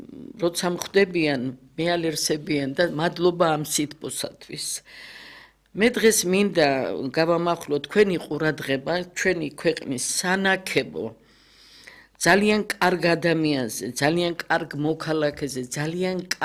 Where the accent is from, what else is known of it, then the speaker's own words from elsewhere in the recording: Tbilisi, Georgia; მე იცით ასეთ ადამიანებში გავიზარდე საბურთალოზე, მთაწმინდაზე და ბოლოს გლდანში და იქიდან 57 წელია ფეხი არ გადამიდგე არსად